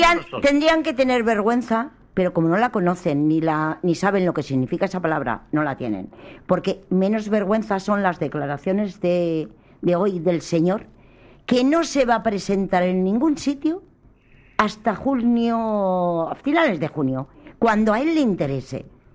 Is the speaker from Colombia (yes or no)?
no; Spain; Los que no tenemos vergüenza somos los españoles que confiamos en lo que nos dice.